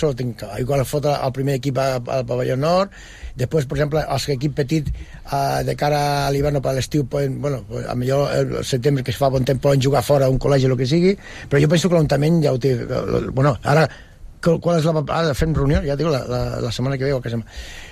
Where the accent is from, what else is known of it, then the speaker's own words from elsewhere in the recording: Terrassa, Catalonia, Spain; now in Sabadell, Spain; Soc fill de Terrassa, però ja estic ben... Bueno, aquí, estic més dies aquí que allà.